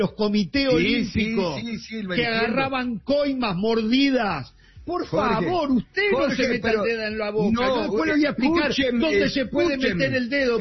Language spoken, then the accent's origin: Spanish; Uruguay; La FIFA, yo voy a hablar de mi pueblo, el uruguayo.